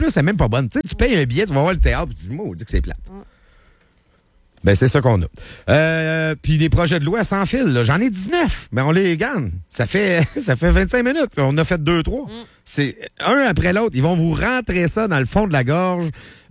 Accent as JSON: {"language": "French", "region": "Quebec", "country": "Canada", "said": "Tu vois bien, on est des Québécois, puis on vote tout pour, nous autres."}